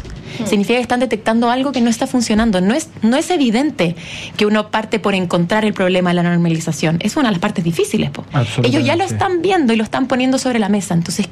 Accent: Chile

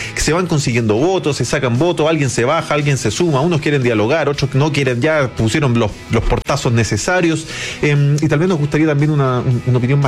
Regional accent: Coquimbo, Chile; de Coquimbo Soy, secretario ejecutivo de Amur.

